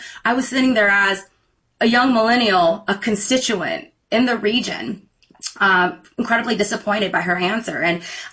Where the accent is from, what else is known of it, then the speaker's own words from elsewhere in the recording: Sacramento, California, United States; I grew up in South Sacramento. I'm the oldest of 16 kids in my family. I grew up on food stamps